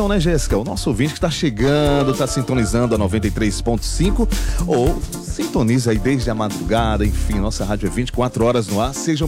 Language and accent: Portuguese; Brazil; Sou brasileiro.